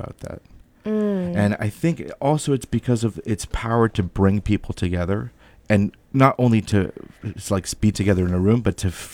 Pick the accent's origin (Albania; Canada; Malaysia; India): Albania; English is a second language; now in United States; And so I'm an immigrant to the U.S. So mm-hmm. I came from Albania. I don't know how much you might know about Albania.